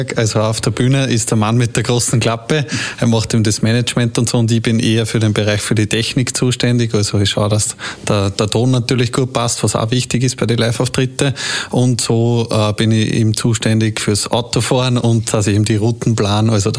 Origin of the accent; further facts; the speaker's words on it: Waldenstein, Lower Austria, Austria; wir kommen eben aus dem Ort Waldenstein, gleichzeitig eine schöne Gemeinde, wo wir mal alle einladen, dass bei uns vorbeikommt, haben um die 1500 Einwohner